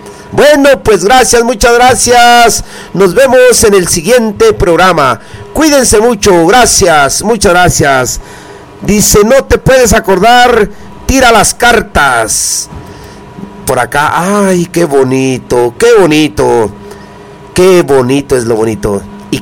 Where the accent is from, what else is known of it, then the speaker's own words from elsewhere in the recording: Cherán, Michoacán, Mexico; Pues así somos los de Cherán. Donde quiera andamos